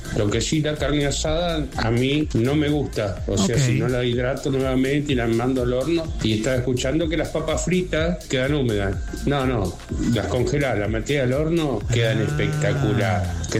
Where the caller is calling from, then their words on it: Bahía Blanca, Buenos Aires Province, Argentina; Les hablo de Bahía Blanca.